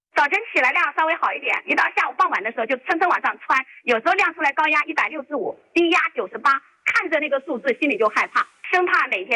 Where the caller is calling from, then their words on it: Yueyang, Hunan, China; 我是从湖南岳阳打过来的，今年63了。